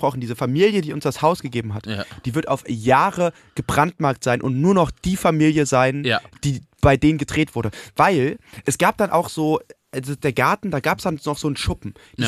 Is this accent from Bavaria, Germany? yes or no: no; Berlin, Germany; das Leben als Berliner ist einfach schwer, ist wenn man so von ganz Deutschland gehasst wird.